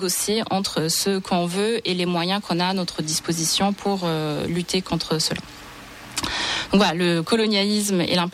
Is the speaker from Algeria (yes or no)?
yes; Algeria; en tant qu'Algérien, on a vraiment grandi avec la lutte du palestinien